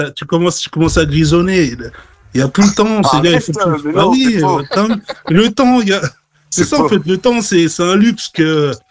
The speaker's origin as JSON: {"language": "French", "country": "France", "moved": "as an adult", "said": "moi, quand j'ai quitté la France, en fait, c'est pour couper le cordon. Plus de parents, plus rien. Donc, je m'en vais dans un pays étranger."}